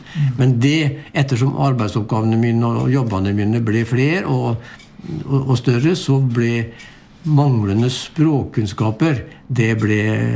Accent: Sarpsborg, Østfold, Norway; Så når vi ute og folk spør hvor vi kommer ifra, så sier jeg Skjeberg. Ja. Men så må jeg liksom innimellom følge til, da, det altså i nærheten av Sarpsborg kommune.

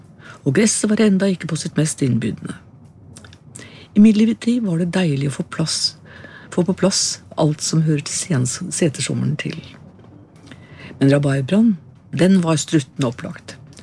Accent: Hobøl, Østfold, Norway; born there; now in Våler, Norway; Hjemme i Hobble var den årvis i mai-juni, men i Våler har jeg ikke funnet den på flere år.

